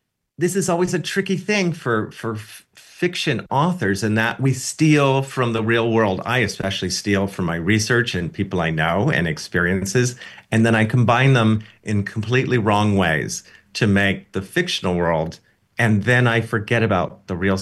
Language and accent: English; United States; as an American